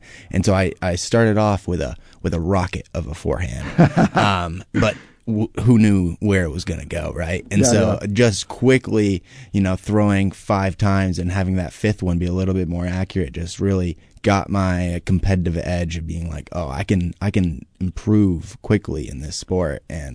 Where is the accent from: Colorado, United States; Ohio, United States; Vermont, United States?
Vermont, United States; Jeffersonville; born or raised there